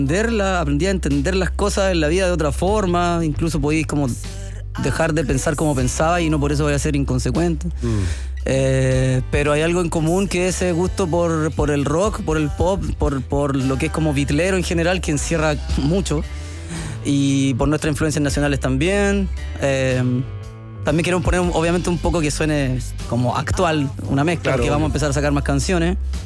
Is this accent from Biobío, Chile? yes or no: yes; Los Ángeles, Biobío, Chile; siempre me gustó que fuéramos de Los Ángeles.